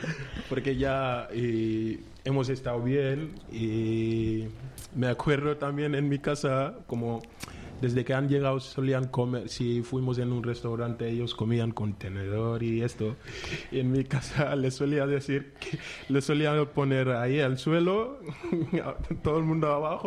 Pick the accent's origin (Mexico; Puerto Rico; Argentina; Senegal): Senegal; now in Ondarroa, Spain; mi pueblo se llama Funyun.